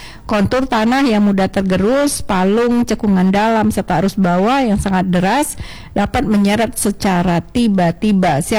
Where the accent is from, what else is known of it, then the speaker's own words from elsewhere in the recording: Jambi, Indonesia; kita warga Jambi